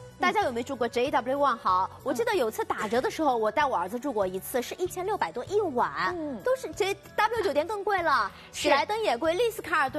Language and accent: Chinese; Shanghai, China